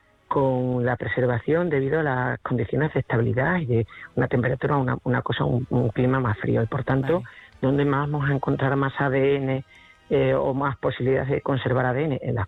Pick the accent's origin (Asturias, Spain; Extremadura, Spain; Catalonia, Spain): Extremadura, Spain; que es casi tanto o más calor que el que hace en mi tierra, aquí en Extremadura.